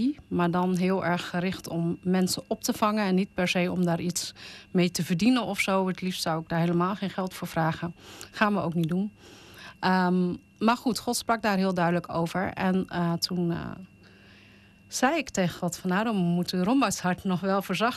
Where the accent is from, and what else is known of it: Indonesia; now in Netherlands